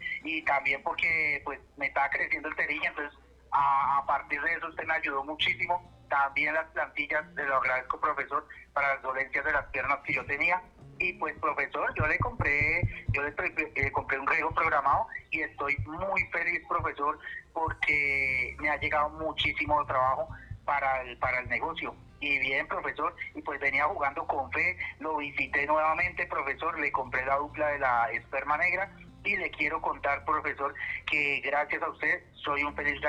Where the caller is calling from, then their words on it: Salgar, Cundinamarca, Colombia; De aquí, de Salgar, Cundinamarca, profesor.